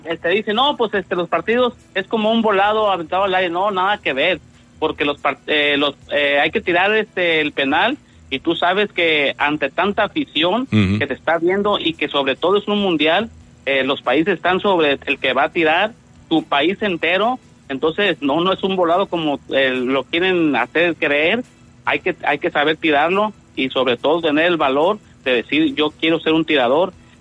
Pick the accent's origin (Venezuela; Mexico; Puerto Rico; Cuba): Mexico; y pues sobre todo convivir ahí como mexicanos y ver este partido